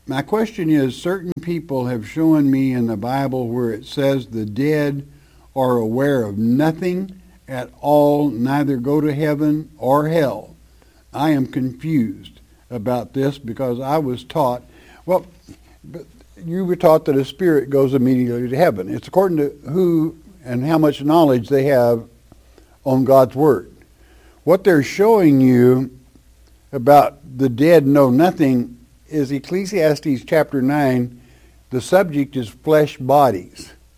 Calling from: Florida, United States; from Florida.

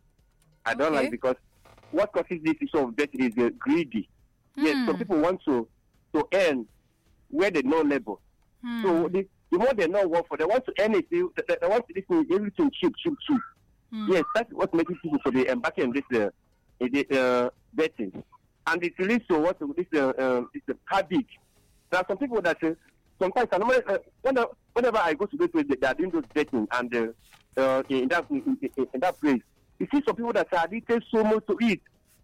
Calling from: Enugu State, Nigeria; the chemistry teacher. Calling from Olu in the Zeruko government, Europe, Enugu State.

